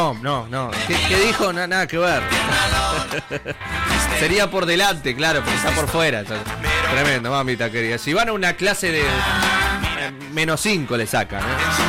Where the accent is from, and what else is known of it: Uruguay